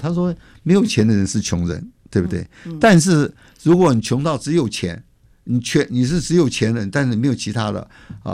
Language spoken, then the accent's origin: Chinese; China